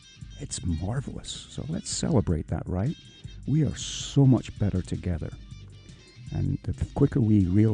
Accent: United Kingdom; now in United States; I'm now an American citizen. Before, I was just a subject of, at the time, Her Majesty the Queen, but now it's His Majesty the King.

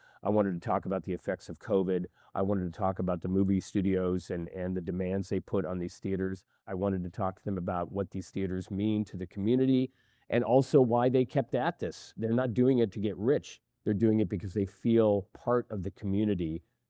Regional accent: Oregon, United States; born there; also born or lived in Washington / Seattle; come from Seattle, and we used to have a vibrant art house scene in Seattle. Many of those theaters have closed. I also grew up in small parts of the West, mainly Eastern Oregon and parts of Washington.

